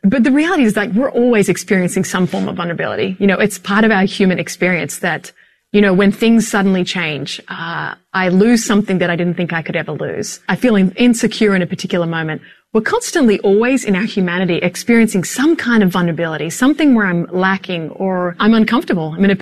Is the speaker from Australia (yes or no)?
yes; Australia; moved away; I grew up in Australia